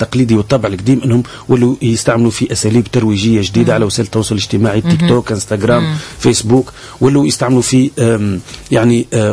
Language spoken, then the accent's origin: Arabic; Tunisia